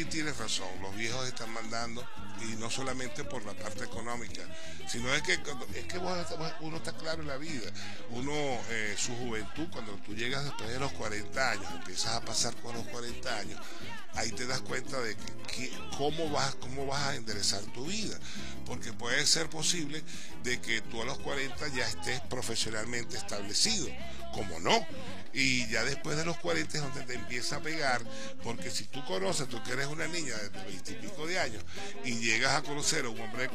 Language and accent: Spanish; Venezuela